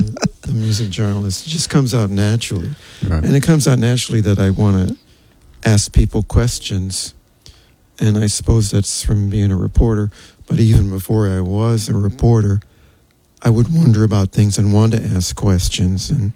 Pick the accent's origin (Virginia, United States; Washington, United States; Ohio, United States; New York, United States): Virginia, United States; Richmond; Richmond, Virginia.